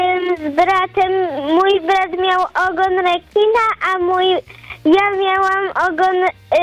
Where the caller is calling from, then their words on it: Nowy Sącz, Lesser Poland, Poland; Z Nowego Sącza.